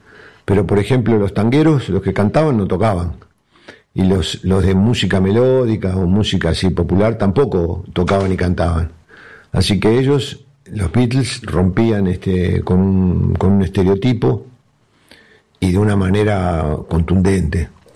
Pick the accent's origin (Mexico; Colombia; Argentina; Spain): Argentina; Quilmes, Buenos Aires Province; Yo soy nacido en Quilmes, me inicié en la música acá en Quilmes. Viví unos cuantos años afuera de Argentina, en realidad, pero siempre que volvía a mi país, volví a Quilmes